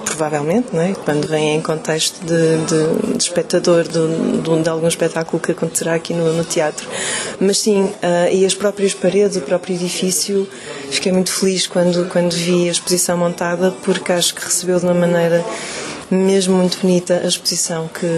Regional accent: Porto, Norte, Portugal; do Funchal foi para o Porto, que é a minha cidade natal

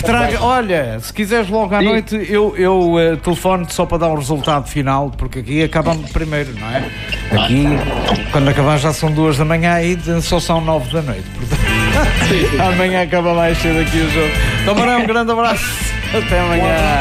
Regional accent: Portugal; não fôssemos nós portugueses

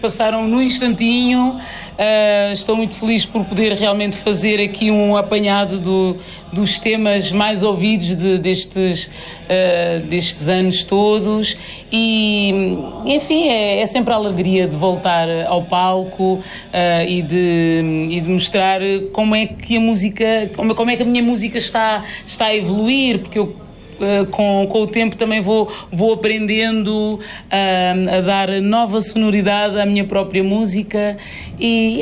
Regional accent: Portugal; born there; porque eu, para além de cabo-verdiana, sou portuguesa, eu tenho dupla nacionalidade, nasci aqui e em Portugal

